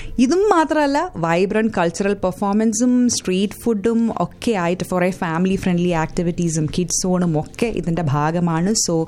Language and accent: Malayalam; Thiruvananthapuram, Kerala, India; ഞാൻ ട്രിവാൻഡ്രത്തിലാണ് കേട്ടോ ജനിച്ചു വളർന്നത്.